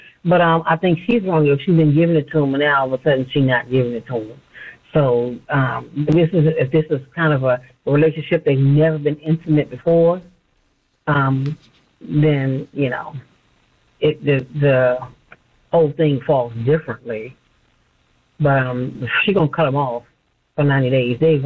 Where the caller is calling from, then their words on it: Rockville, Maryland, United States; I'm calling from Rockville, Maryland, regarding the 90-day rule.